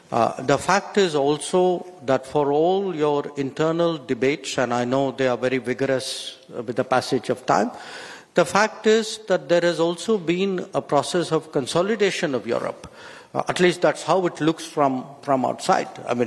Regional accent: India; I would say as the Indian on the rostrum

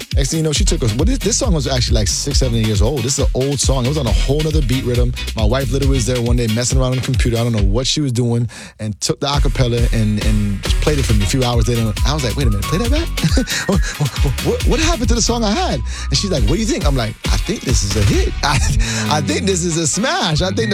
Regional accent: Miami, Florida, United States; I'm half Jamaican, half Ethiopian. Grew up here in Miami, you know what I'm saying? Born and raised.

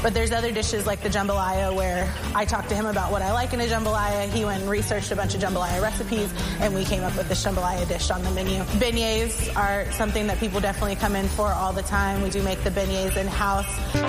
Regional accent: New Orleans, Louisiana, United States; moved away; Growing up in the New Orleans area

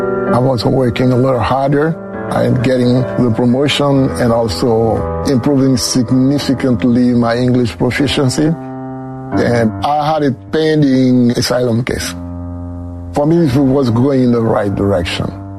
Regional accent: Côte d’Ivoire; now in United States; I came from the Ivory Coast. Being in the U.S., it was a big dream.

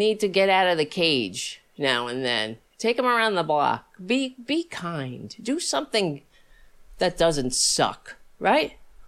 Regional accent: New York City, New York, United States; I grew up on Staten Island

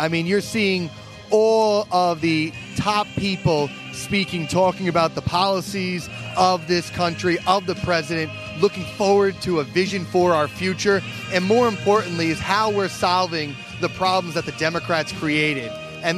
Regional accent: New York, United States; highlighting exactly who we are as New Yorkers

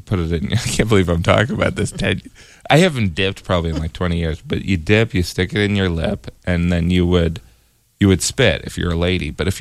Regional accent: Indiana, United States; I used to dip when I was growing up. I'm from Indiana

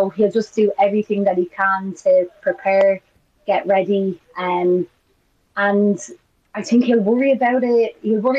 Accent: Ireland; I'm Irish, and so I come from a small nation myself

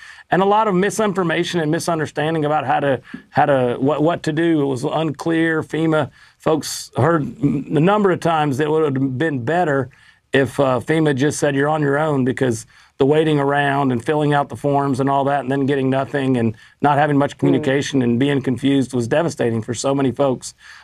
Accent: North Carolina, United States; And I'm from Western North Carolina. My family's been in agriculture for a long time.

